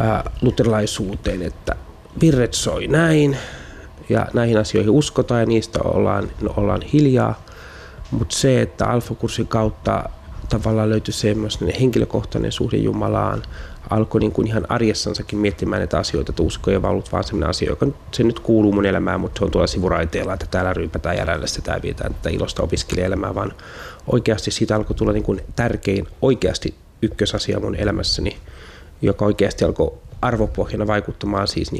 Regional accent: Sastamala, Pirkanmaa, Finland; mun lapsuudesta syvältä Satakunnan rintamailta, jossa vielä Jumalaa kunnioitettiin. Ja kasvoin siis nykyisen Sastamalan alueella ja siellä oikeastaan jo lapsena kummatkin vanhemmat oli maatalon kasvattaja.

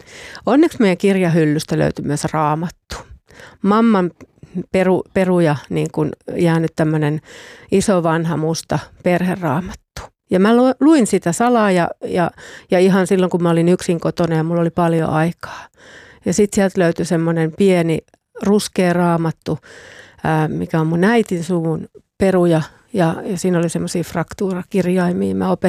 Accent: Eastern Finland, Finland; born or raised there

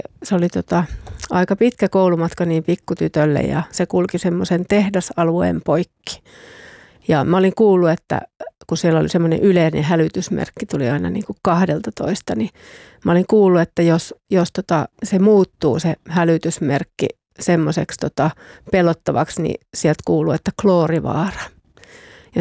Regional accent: Eastern Finland, Finland; born or raised there

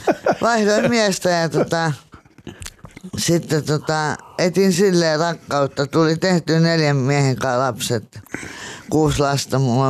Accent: Helsinki, Uusimaa, Finland; Joo, siellä meni lapsuus ja...

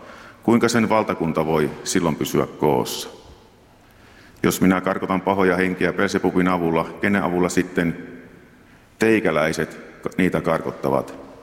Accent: South Ostrobothnia, Finland; now in Kainuu, Finland; minä olen eteläpohjalainen

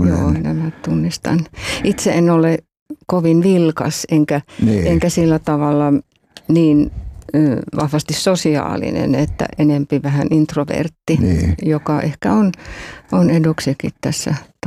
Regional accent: Joensuu, North Karelia, Finland; also born or lived in Eno; Mä itse synnyin Enossa. Isäni toimi luotsina siellä Ahvenisella. Joo. Ja mä olin vajaa 6-vuotias, kun muutettiin sitten Joensuuhun.

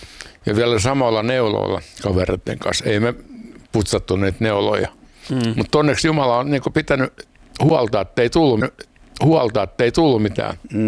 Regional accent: Helsinki, Uusimaa, Finland; born there; Joo, mä oon syntynyt Helsingissä.

